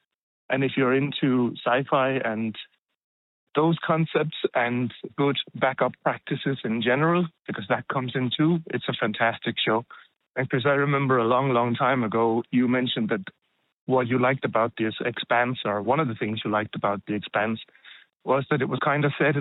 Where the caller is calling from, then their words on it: Ireland; I'm calling from Ireland.